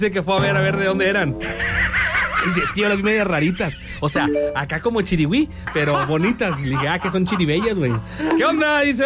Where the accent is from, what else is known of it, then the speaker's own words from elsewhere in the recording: Xalapa, Veracruz, Mexico; Soy de Jalapa. Soy de jalapeño.